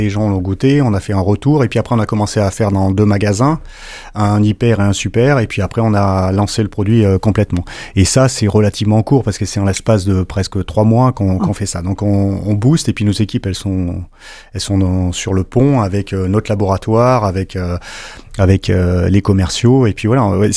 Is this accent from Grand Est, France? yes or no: yes; Grand Est, France; On a quand même toujours un produit qui de chez nous en Alsace, dans chaque poste alsacien.